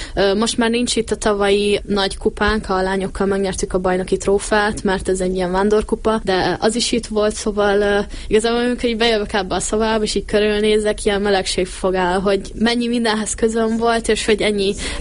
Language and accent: Hungarian; Érd, Pest, Hungary; Én elég kiskorom óta Érden lakom, lakom, és egyébként nagyon közel a pályához